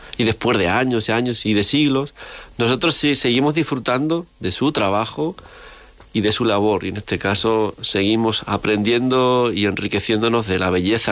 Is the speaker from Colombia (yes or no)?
no; Villahermosa, Castilla-La Mancha, Spain; por mi pueblo que es Villahermosa.